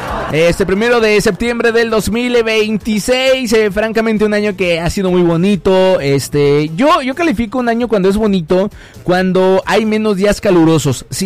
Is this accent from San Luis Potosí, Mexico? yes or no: no; Oaxaca, Mexico; Bueno, algo de que lo digo como oaxaqueño.